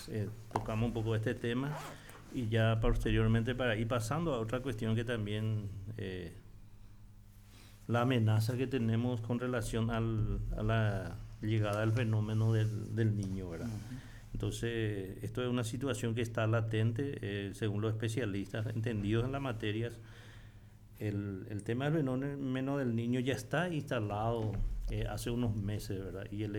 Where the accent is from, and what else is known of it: Paraguay